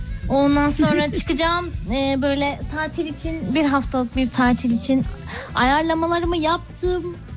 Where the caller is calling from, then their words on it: Erzurum, Turkey; burada Erzurum'dan sesleniyorum sana, Erzurum'un bir ilçesinden.